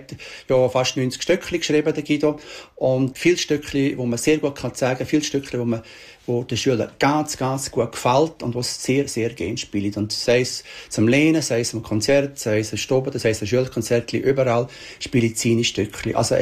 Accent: Appenzell, Appenzell Innerrhoden, Switzerland; Bei uns in Appenzell hat man dann auch einen gefunden, der Aldes Jock.

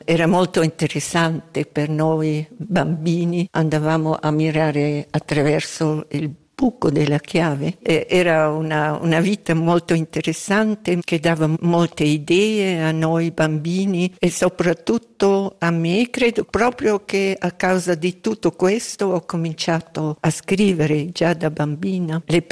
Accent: Scuol, Graubünden, Switzerland; moved away as an adult; also born or lived in Zurich; Sono cresciuta a Scuol in Bassa Engadina e a quei tempi era un villaggio agricolo con molti animali. Io sono cresciuta proprio con molti contatti con animali

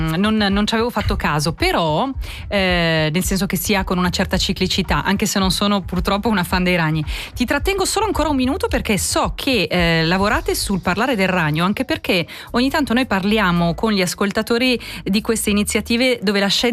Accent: Switzerland; da noi in Svizzera

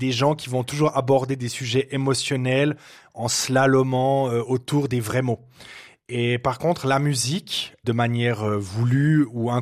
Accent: Fribourg, Switzerland; ce qu'il faut savoir, c'est qu'à Fribourg, on parle pas très très bien.

